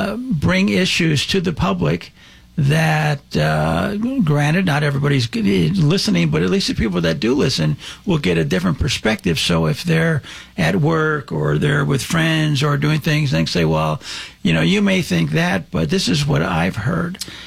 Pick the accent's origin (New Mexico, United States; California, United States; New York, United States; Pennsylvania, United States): California, United States; Los Angeles; I know you grew up in Los Angeles, you know, so did I.